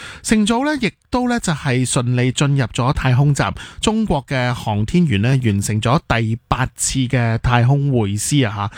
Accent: Hong Kong; 我们香港人

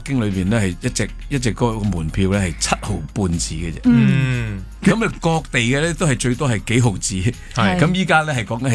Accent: Hong Kong

